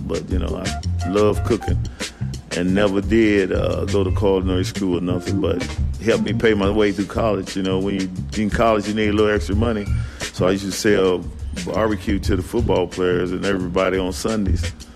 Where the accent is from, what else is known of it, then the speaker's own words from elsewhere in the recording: Charleston, West Virginia, United States; Well, I grew up right here in Charleston, West Virginia.